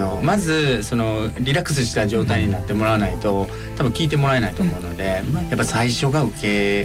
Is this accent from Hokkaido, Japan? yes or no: no; Osaka, Japan; はい、大阪から来ました。